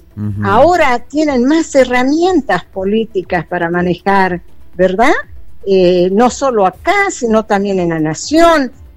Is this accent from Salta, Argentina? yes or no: yes; Joaquín V. González, Salta, Argentina; Nací, crecí en este pueblo, amo a mi pueblo.